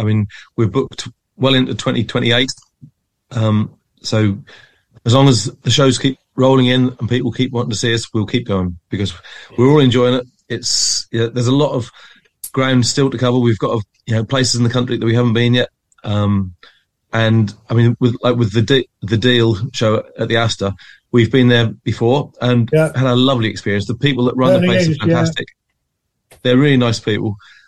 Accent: Suffolk, East of England, United Kingdom; accent: Suffolk; Well, I'm from Suffolk originally, which you can probably tell from the trace of the accent that I'm still struggling to shake off.

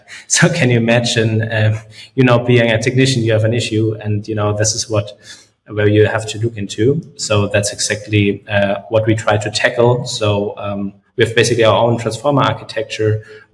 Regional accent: Munich, Bavaria, Germany; we're from Munich, or at least I am actually

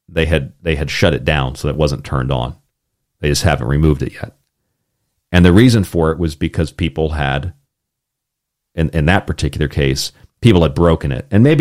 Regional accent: United States; now in Japan; to me as an American

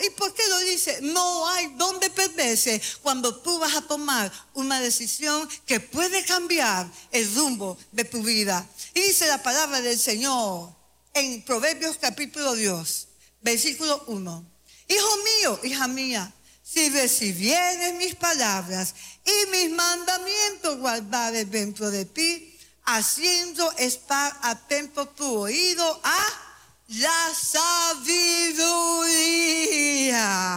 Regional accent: El Salvador; Así somos nosotros salvadoreños.

